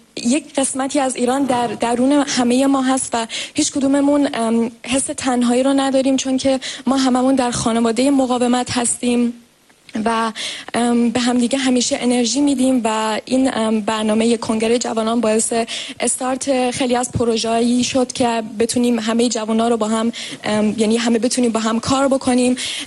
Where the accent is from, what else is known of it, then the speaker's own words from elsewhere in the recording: Germany; also born or lived in Iran; توی ایران به دنیا آمدم ولی از کشور آلمان هستم، 23 سالمه